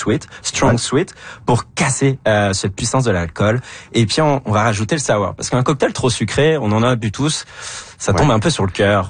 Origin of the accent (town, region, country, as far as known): France